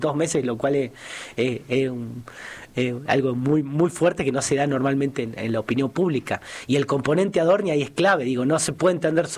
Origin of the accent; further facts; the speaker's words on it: Argentina; Nosotros somos Argentina en gran parte